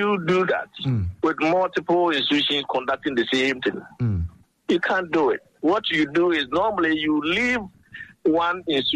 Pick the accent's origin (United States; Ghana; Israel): Ghana; Well, you see, because I'm a Ghanaian, I'm able to say we are all generally very bad people.